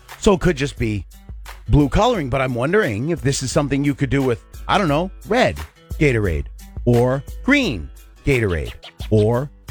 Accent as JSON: {"language": "English", "region": "New York", "country": "United States", "tie": "born or raised there", "said": "We call them growing up in New York. We call them dirty water dogs."}